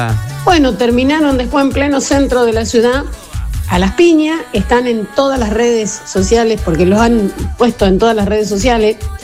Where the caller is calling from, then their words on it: Junín, Buenos Aires Province, Argentina; de Junín.